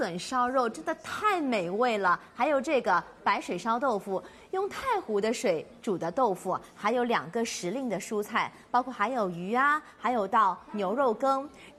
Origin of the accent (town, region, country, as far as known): Shanghai, China